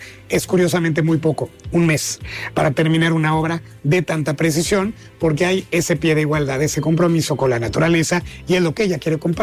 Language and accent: Spanish; Mexico City, Mexico